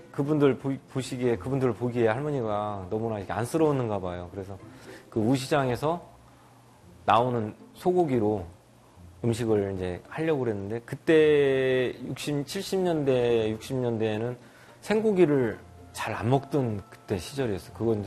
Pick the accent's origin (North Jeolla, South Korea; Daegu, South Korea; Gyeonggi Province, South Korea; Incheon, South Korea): North Jeolla, South Korea; Iksan; born there